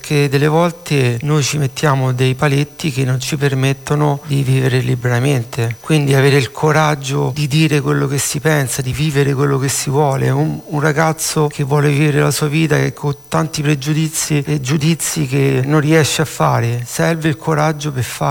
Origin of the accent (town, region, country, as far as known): Rome, Lazio, Italy